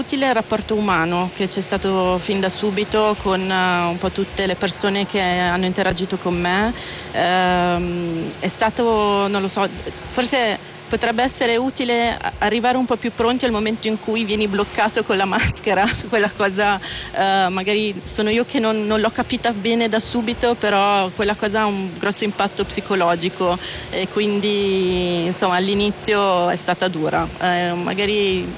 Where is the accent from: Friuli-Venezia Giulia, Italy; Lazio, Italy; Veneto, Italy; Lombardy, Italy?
Lombardy, Italy; Pavia; io sono di Pavia e CNAO è proprio dietro casa per me